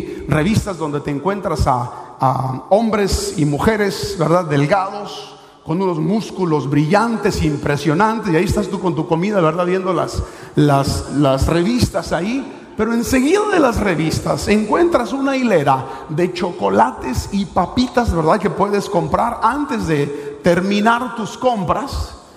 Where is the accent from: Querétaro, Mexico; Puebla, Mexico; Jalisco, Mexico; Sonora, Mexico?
Sonora, Mexico; Y yo soy de Sonora y los burritos de Sonora pues son chiquitos, así de este tamaño, ¿verdad?